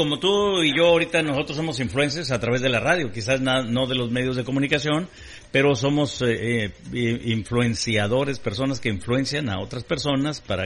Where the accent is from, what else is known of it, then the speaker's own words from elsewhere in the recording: Guadalajara, Jalisco, Mexico; moved away as an adult; now in United States; allá de donde yo soy, Guadalajara